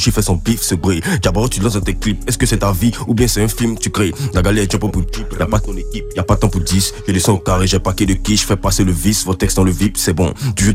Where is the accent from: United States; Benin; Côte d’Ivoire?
Côte d’Ivoire; Abidjan; born there; also born or lived in Bingerville / Bonoua / Bouaké; j'ai grandi à la Riviera Palmeraie.